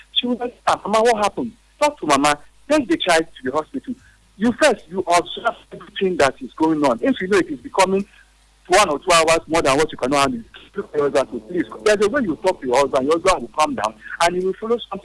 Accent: Lagos, Nigeria; my siblings and I, we are born in Lagos. We grew up in Lagos.

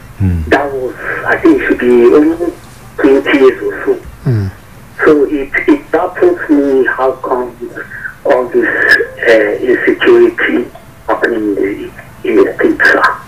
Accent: Jos, Plateau, Nigeria; I was born and brought in Jos, Lagos Street.

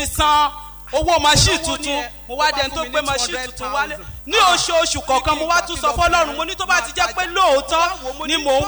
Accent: Ondo, Nigeria; Mo wá láti Ondo ní oko ìlú wa.

